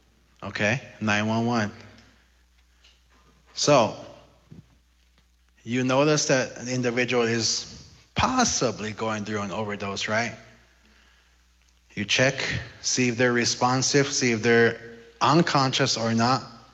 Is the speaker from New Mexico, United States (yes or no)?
yes; Zuni, New Mexico, United States; But I'm hoping that since we're all from Zuni, we know exactly where we are, right?